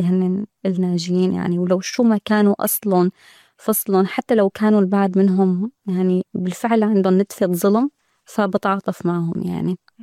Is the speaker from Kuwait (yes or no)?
no; Syria; moved away; يمكن يعني أنا طلعت من سوريا، عم بدرس، عم بشتغل، أهلي حدي